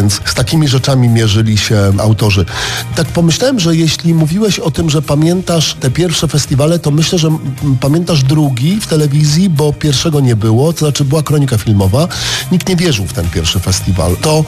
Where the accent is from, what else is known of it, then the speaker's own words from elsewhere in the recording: Prudnik, Opole Voivodeship, Poland; born there; ja miałem lat 9, bo ja się urodziłem w Prudniku